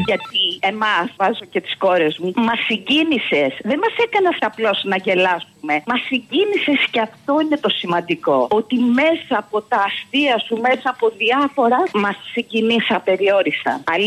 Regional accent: Glyfada, Attica, Greece; από Γλυφάδα.

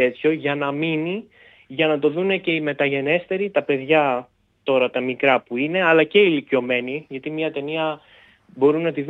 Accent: Mesimeri, Central Macedonia, Greece; εγώ για το χωριό μου εδώ το Μεσημέρι

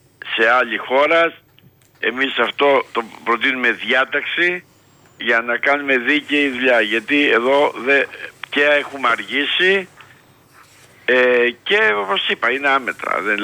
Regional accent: Vasilikos, Ionian Islands, Greece; Εγώ είμαι από το Βασιλικό, από το Πόρτο Ρώμα.

